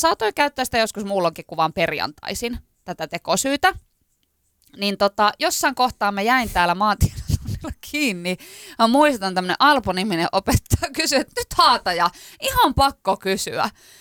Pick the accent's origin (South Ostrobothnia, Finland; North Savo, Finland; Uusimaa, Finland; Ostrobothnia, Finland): North Savo, Finland; Pielavesi; Pielävesi on pieni paikkakunta, mistä mä oon kotoisin, 4000 asukasta